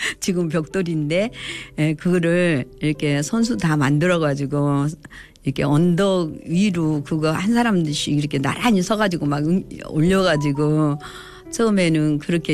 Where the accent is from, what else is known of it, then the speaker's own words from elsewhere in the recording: Sinan, South Jeolla, South Korea; 남 신안구 나패면에서 태어났습니다. 저희 집은요, 바닷가에 저희 집 담장 밖에까지 바닷물이 들어오는 정말 그야말로 바닷가예요.